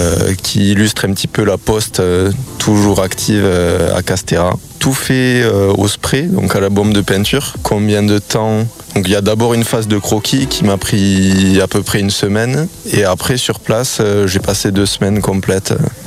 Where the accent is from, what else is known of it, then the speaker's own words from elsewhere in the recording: Occitanie, France; now in Toulouse, France; Initialement, mes parents sont de Beaucaire et moi maintenant j'habite à Toulouse, mais je fais toujours des allers-retours l'été pour venir faire quelques projets dans le Gers.